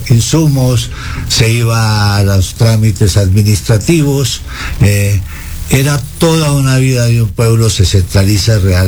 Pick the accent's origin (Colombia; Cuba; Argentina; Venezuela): Colombia; Pitalito, Huila; moved away; Mi pueblo era fundamentalmente conservador.